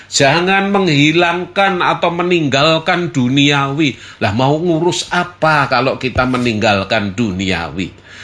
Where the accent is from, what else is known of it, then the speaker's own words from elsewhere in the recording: Surakarta, Central Java, Indonesia; sama-sama orang Jawa Tengah. Bahasa kita, orang Solo, dengan orang Semarang ada yang berbeda.